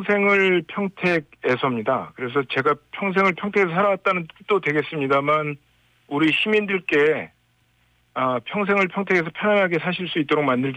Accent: Pyeongtaek, Gyeonggi Province, South Korea; 제가 태어난 고향 팽성이라는 곳은 세계 최대 미군기지 캠프 험프리스가 있는 곳이고 농업진흥구역 중심인데 산단이 하나 있긴 하지만 주로 농업기반 도시고요.

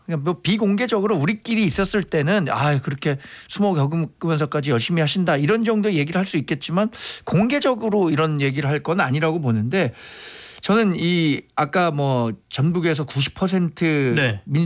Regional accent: Gyeonggi Province, South Korea; 저는 이제 경기도 출신이니까 어려서부터 왜 이렇게 지역 정치가 공고화될 수밖에 없나 이런 고민을 많이 했는데

